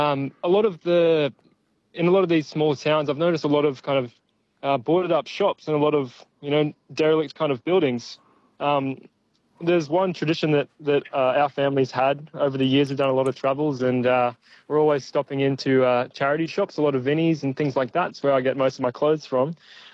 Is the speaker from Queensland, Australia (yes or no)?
no; Kurnell, New South Wales, Australia; I'm just in, from the Sutherland Shire. I'm from Kurnell, actually.